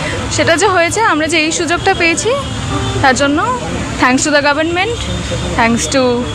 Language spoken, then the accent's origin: Bangla; Barrackpore, West Bengal, India; ব্যারাকপুর থেকে আসছি।